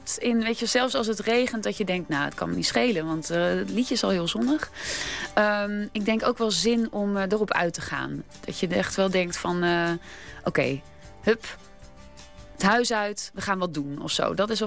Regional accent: Boskoop, South Holland, Netherlands; Boskoop natuurlijk ook waar ik vandaan kom

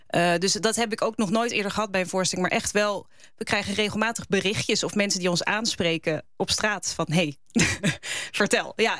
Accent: The Hague, South Holland, Netherlands; Ik kom zelf ook uit Moerwijk.

